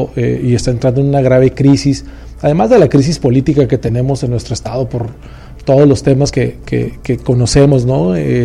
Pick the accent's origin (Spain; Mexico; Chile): Mexico; Baja California; Somos un estado tan lejano, ¿no? Al centro de la toma de decisiones